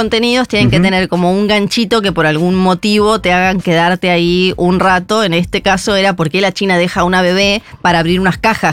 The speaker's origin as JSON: {"language": "Spanish", "country": "Argentina", "said": "se habían dado cuenta que los argentinos reaccionábamos mucho"}